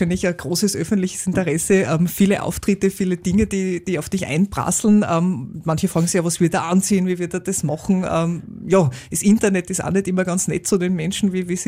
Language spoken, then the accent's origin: German; Eisenerz, Styria, Austria; wird kurz auch auf meine Heimat Eisenerz zu sprechen kommen.